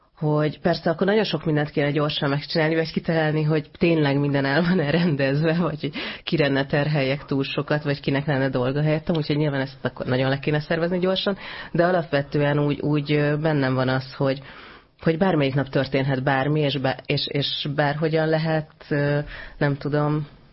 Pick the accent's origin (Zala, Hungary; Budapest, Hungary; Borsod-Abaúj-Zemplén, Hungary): Budapest, Hungary; also born or lived in Latin America; Budán nőttem